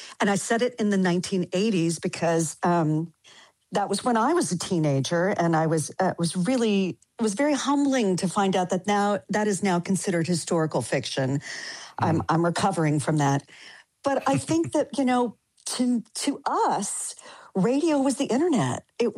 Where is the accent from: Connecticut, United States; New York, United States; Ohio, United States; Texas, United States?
Texas, United States; Denton; it's a somewhat fictionalized account of my hometown, which is Denton, Texas. But when I lived there, you know, it was very small.